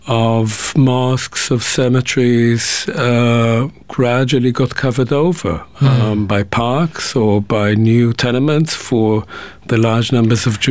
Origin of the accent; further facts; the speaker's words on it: Israel; English is a second language; growing up in Israel and the I was born in the mid-50s, in the late 50s, early 60s. We didn't really think of Zionism. We didn't actually think of being Jewish. We were Israeli.